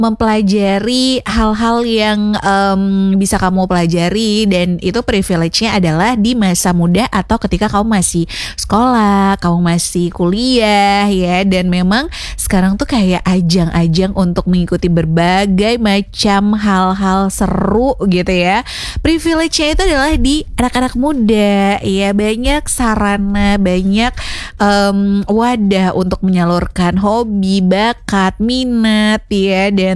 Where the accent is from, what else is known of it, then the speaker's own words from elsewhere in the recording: Lombok, West Nusa Tenggara, Indonesia; kalau kita orang Lombok, jangan sampai nggak tahu ya.